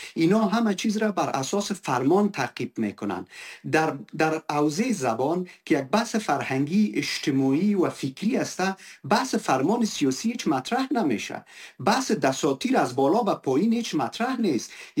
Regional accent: Afghanistan; first language fa; زبان مادریم زبان فارسی است و زبان پدرم صحبت میکرد، از منطقی که پدرم بود زبان پشتو صحبت میکرد، مطلق در خانه پشتو میگفت.

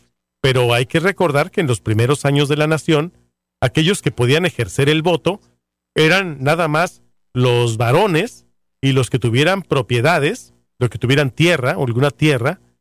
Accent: Mexico; no somos nada más mexicanos los que estamos participando de la misa

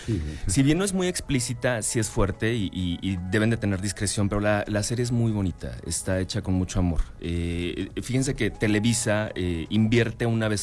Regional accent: León, Guanajuato, Mexico; sí digo que soy de León

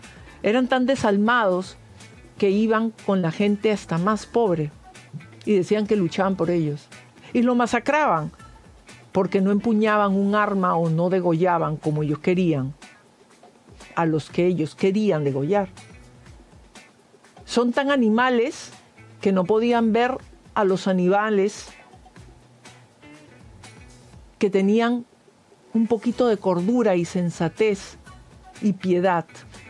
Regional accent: Peru; darnos cuenta del gran valor que tenemos como peruanos y de lo que representa nuestra patria para nosotros

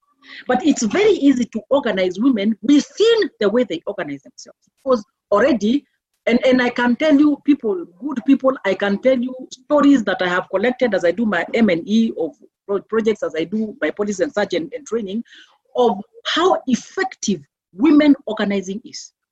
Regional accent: Meru, Meru County, Kenya; moved away; where I grew up in Meru, that I grew up in the family that I grew up, but in the midst of very severe poverty.

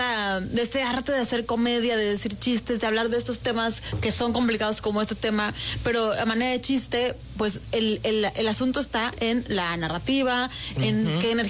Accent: Mexico City, Mexico; now in Yucatán, Mexico; Yo que soy chilanga

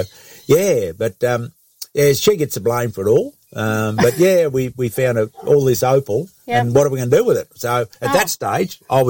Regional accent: Bairnsdale, Victoria, Australia; moved away as an adult; now in White Cliffs, Australia

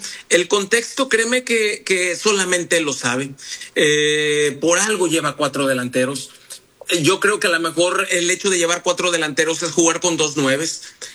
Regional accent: Tuxpan, Veracruz, Mexico; moved away; also born or lived in Mexico City; estoy en mi tierra, que es en Veracruz. Yo soy de Veracruz, Tuxpan, Veracruz. Nací acá.

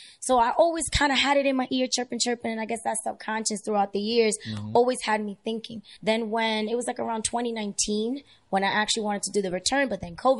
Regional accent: Dominican Republic; also born or lived in Spain; Yeah, so I'm Dominican and from Spain, but I just say Dominican.

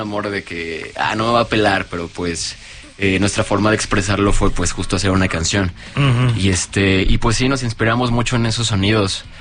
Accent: Nicolás Romero, State of Mexico, Mexico; Somos del Estado de México, de Nicolás Romero.

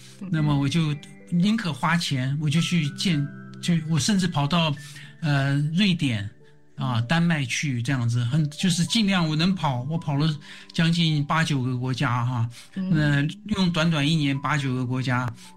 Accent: Hualien, Hualien County, Taiwan; moved away as an adult; also born or lived in Pingtung; 我是在屏东出生的，我爸爸呢当时是空军子弟学校的一个主任，他就在我大概4岁5岁的时候他就调到花莲市去当校长，

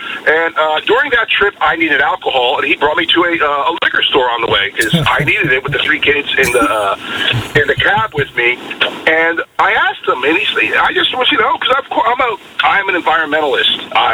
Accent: New Jersey, United States; now in California, United States; I'm from New Jersey, by the way.

